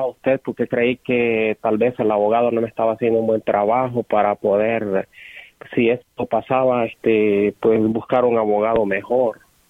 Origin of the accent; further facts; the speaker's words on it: El Salvador; now in United States; Bueno, todavía tengo el TPS, soy de El Salvador y entré con el parol